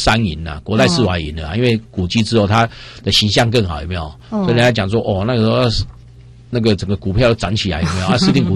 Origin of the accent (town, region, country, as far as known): Taiwan